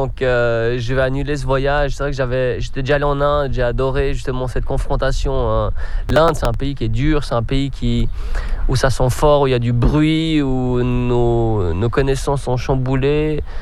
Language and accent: French; Switzerland; now in Lausanne, Switzerland; je suis suisse